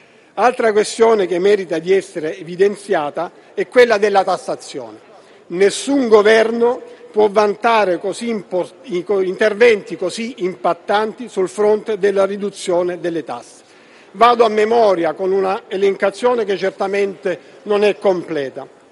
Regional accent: Apulia, Italy; sono pugliese e come tutti i pugliesi

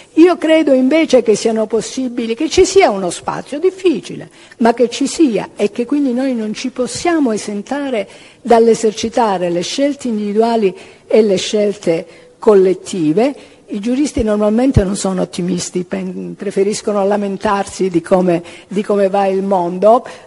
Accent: Calabria, Italy; Ora, siccome io, come quelli di voi che mi conoscono, sono calabrese

